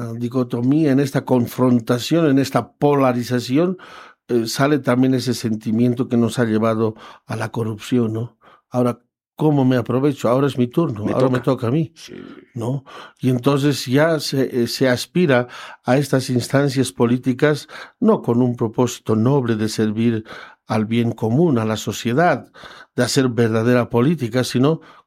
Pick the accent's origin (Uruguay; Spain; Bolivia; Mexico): Bolivia; born there; now in La Paz, Bolivia; en mi pueblo, porque estoy todavía allá afiliado a mi barrio, afiliado a mi sindicato, afiliado a los regantes